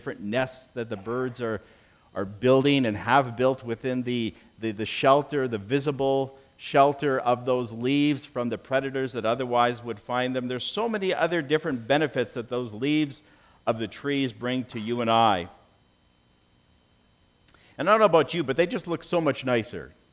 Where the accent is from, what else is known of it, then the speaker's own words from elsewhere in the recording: Canada; moved away; I come from Canada.